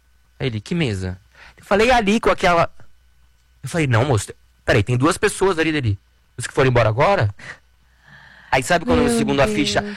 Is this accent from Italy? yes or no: yes; Italy; now in Brazil; Porque meu marido é português também e eu sou italiano, então a gente poderia, né, morar na Europa tranquilamente